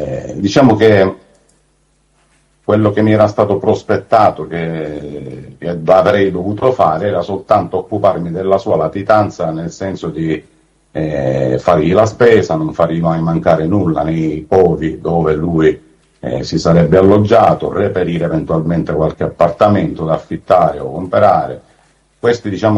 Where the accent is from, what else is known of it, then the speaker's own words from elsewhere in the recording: Palermo, Sicily, Italy; born there; sono nato a Palermo il 19 gennaio del 1971.